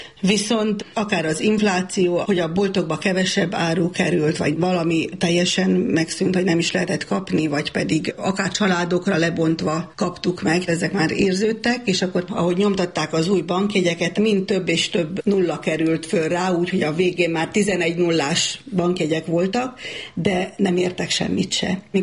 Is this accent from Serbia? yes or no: yes; Vojvodina, Serbia; Vajdosságban nem véletlenül születtünk ebbe az időszakba. Úgy nőttünk fel, hogy tudtuk, hogy vannak szerb nemzetiségű emberek és magyarok.